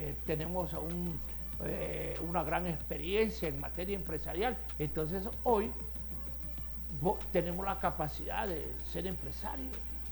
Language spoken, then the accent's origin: Spanish; Honduras; Pero somos permisibles los hondureños.